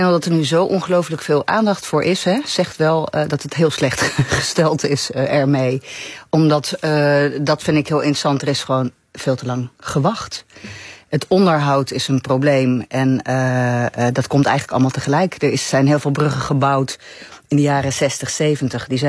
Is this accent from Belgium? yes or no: no; Amsterdam, North Holland, Netherlands; Ik kom uit Amsterdam en ik ben hier naartoe gereden.